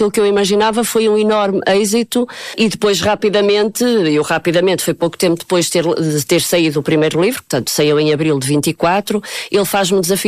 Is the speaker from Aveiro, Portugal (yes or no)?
yes; São João da Madeira, Aveiro, Portugal; moved away as an adult; eu sou de São João da Madeira, aos 18 anos a minha vida foi em São João da Madeira e depois é que fui para o Porto para a faculdade.